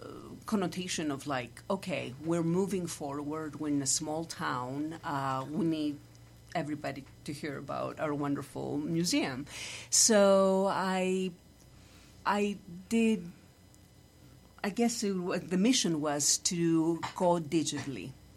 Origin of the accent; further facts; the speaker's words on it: Greece; English is a second language; moved away as an adult; now in United States; that hits home because I'm from Greece. And back in the day in Greece before I came to the U.S. to finish my master's, I was working as a director at a folklore museum in Skopelos Island, Greece.